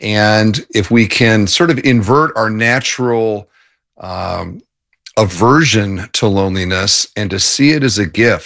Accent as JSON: {"language": "English", "town": "Cedar Falls", "region": "Iowa", "country": "United States", "tie": "born or raised there", "said": "I grew up in Cedar Falls."}